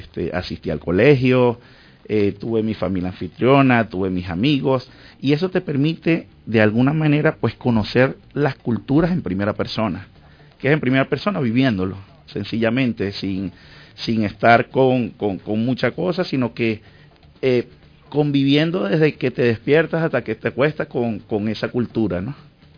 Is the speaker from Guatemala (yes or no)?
no; Venezuela; lo que somos nosotros los venezolanos en el mundo.